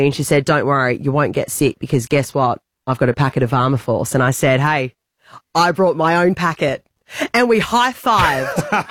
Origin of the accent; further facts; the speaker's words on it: Perth, Western Australia, Australia; born and bred in Perth, you know, got a job there. My family's there, obviously.